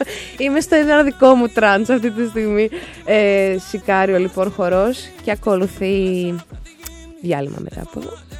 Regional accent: Greece; also born or lived in Slavic regions (birthplace); Δεν είχα την τύχη να γεννηθώ εδώ, γεννήθηκα σε Σλάβη και σε δάφους, δεν θα τοποθετηθώ γεωπολιτικά. Θα πω σε Σλάβικες, τέλος πάντων, περιοχές. Παρ' όλα αυτά κατάγομαι από Έλληνες. Μεγάλωσα εδώ από τα 5 μου

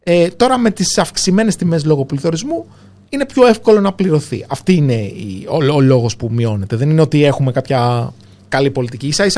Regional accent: Greece; now in Singapore; εγώ που είμαι Έλληνας

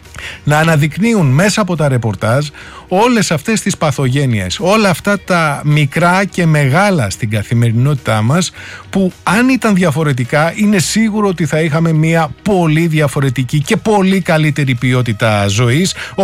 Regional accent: Greece; τη σχέση που έχουμε ως πολίτες, ως Έλληνες

